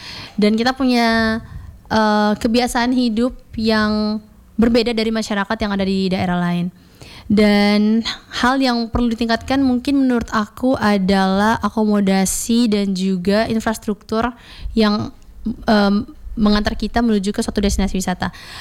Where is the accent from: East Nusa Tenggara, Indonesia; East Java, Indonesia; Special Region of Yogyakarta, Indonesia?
East Nusa Tenggara, Indonesia; mungkin karena aku berasal dari Nusa Tenggara Timur, jadi aku akan lebih berfokus ke Nusa Tenggara Timur